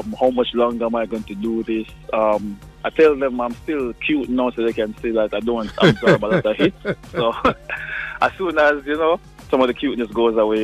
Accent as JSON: {"language": "English", "town": "Kingston", "country": "Jamaica", "tie": "born there", "also_born_or_lived": "Spanish Town", "said": "I was born in Kingston. I was in Almanton for a while, moved to Spanish Town, and now I'm back in Kingston."}